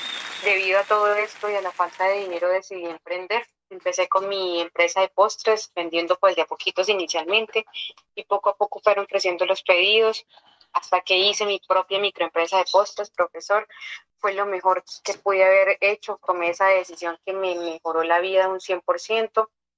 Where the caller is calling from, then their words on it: La Calera, Cundinamarca, Colombia; De acá, de La Calera, Cundinamarca.